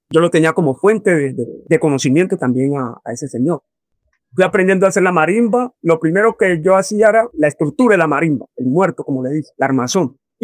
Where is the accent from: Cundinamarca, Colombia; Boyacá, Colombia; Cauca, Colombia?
Cauca, Colombia; Guapi; Soy de Huapicauca. Y me considero pues un hombre de mi territorio, de mi cultura y de esas tradiciones que nuestros mayores nos han dejado.